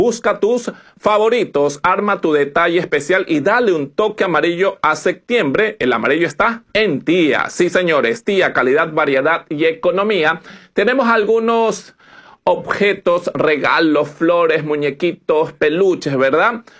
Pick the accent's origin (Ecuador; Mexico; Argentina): Ecuador; nosotros como ecuatorianos también estamos apegados a esta tradición.